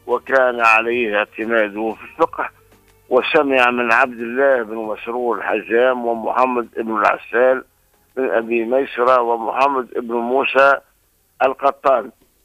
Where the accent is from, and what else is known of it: Tunisia